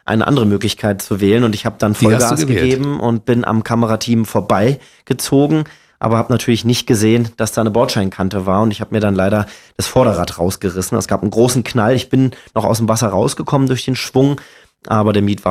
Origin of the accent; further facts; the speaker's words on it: Brandenburg, Germany; Ich bin stolzer Brandenburger